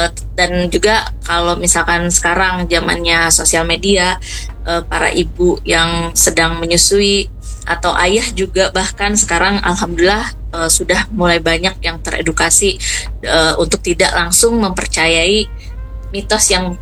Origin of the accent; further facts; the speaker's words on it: West Java, Indonesia; now in South Kalimantan, Indonesia; saya sendiri kan berasal dari Jawa Barat gitu ya Kak ya, ternyata pas pindah ke sini, ke Kalimantan Selatan gitu